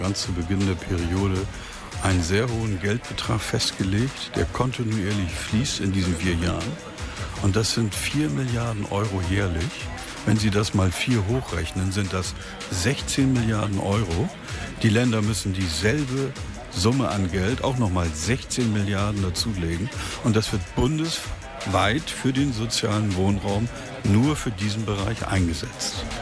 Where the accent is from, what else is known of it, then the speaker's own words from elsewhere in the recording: Kirchdorf, Lower Saxony, Germany; ich komme aus der Gemeinde Kirchdorf